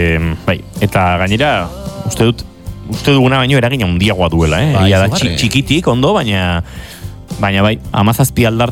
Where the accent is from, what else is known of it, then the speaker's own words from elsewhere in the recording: Tolosa, Basque Country, Spain; Tolosarroi batzutan Tolosarroak deitzen gaituzte.